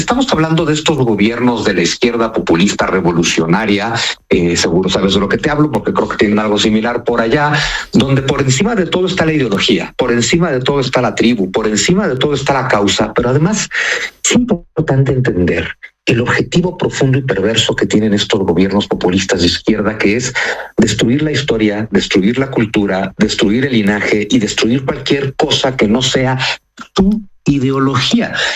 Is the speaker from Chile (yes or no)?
no; Mexico; born there; México, este país donde yo nací, donde yo vivo